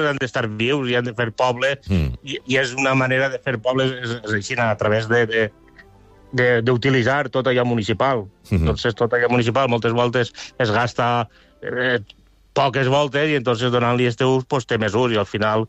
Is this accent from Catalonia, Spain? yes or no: no; Valencian Community, Spain; com som els valencians, pues és de menjar i beure